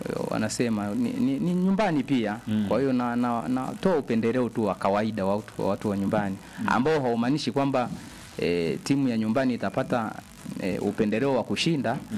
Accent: Bunda, Mara, Tanzania; born there; Unajua mimi ni mzaliwa wa Bunda. Kwa hiyo nina jamii inayonizunguka ya ndugu zangu, familia, ujumbani Bunda, nyumbani upande wa baba Bunda.

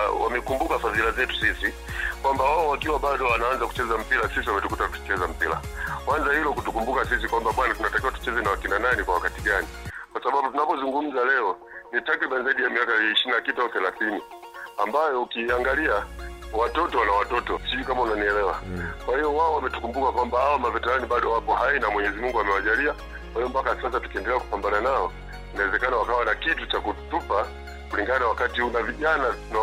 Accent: Tanangozi, Iringa, Tanzania; natokea Tanangozi

